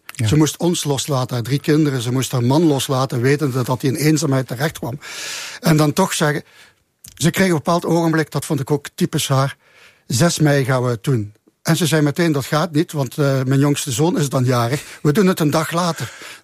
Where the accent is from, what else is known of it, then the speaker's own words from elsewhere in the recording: Limburg, Belgium; wat de gewoonte is bij ons in Limburg, het belang van Limburg.